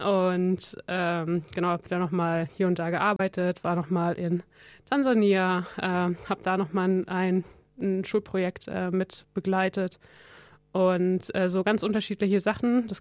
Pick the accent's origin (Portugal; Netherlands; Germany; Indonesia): Netherlands; moved away; also ich komme ja ursprünglich aus den Niederlanden, habe dann aber gedacht, nee, das bin ich jetzt so lange raus, vielleicht kriege ich das auch gar nicht hin.